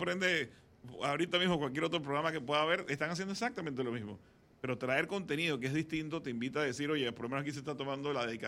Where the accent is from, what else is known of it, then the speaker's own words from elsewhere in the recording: Panama; lo que nosotros como panameños podemos sentir identificados.